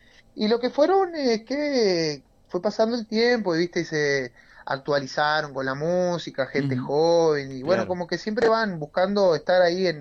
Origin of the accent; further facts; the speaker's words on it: Salto, Uruguay; born there; also born or lived in Artigas; now in San Carlos, Uruguay; yo igual ahora estoy viviendo en San Carlos hace 4 años. Y la mayor parte de mi etapa la viví en Salto. Nací en Artigas, pero la cantidad de años que he vivido en Salto no lo he vivido en Artigas.